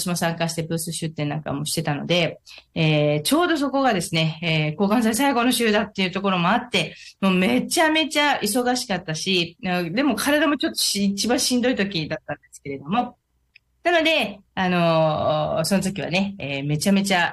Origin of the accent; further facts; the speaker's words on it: Soka, Saitama, Japan; 今日は、地元の埼玉県草加市